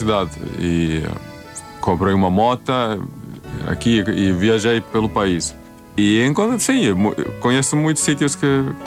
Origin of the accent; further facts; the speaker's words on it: Helsinki, Uusimaa, Finland; moved away as an adult; also born or lived in Tampere; Eu vivi em Helsínquia, onde nasci, mas também em Tampere e em algumas cidades mais pequenas.